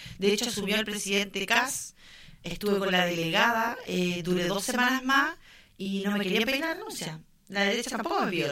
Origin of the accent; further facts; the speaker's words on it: Coya, O'Higgins, Chile; nací en Machalí.